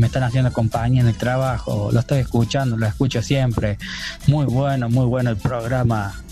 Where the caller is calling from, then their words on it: El Fuertecito, Argentina; del Fuertecito